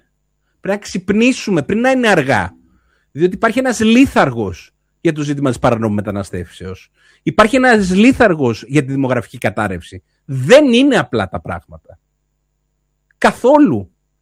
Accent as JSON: {"language": "Greek", "country": "Greece", "said": "Και είμαι Έλληνας και είμαι πρώτα Έλληνας"}